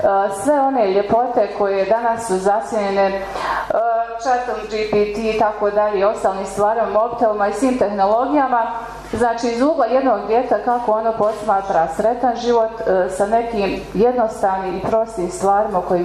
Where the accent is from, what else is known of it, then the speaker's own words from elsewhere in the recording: Neretvica, Federation of Bosnia and Herzegovina, Bosnia & Herzegovina; Moj zavičaj, moja Neretvica, bogata je kulturnim i prirodnim bogatstvima, prije svega dobrim ljudima.